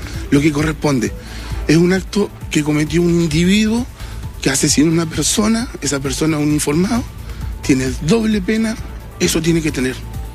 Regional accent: Santiago, Santiago Metropolitan Region, Chile; No, nosotros somos todos de Santiago.

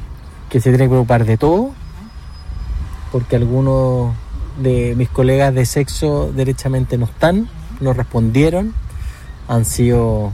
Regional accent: Iquique, Tarapacá, Chile; para los que somos iquiqueños, por Dios, que ha costado ese pedazo de borde costero.

